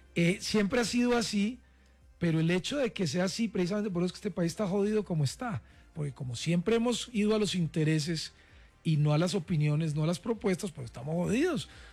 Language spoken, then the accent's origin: Spanish; Riosucio, Caldas, Colombia; also born or lived in Medellín; Yo nací en Medellín. Yo soy de un pueblo que se llama Río Sucio Caldas y me llevaron al hospital a nacer a Medellín.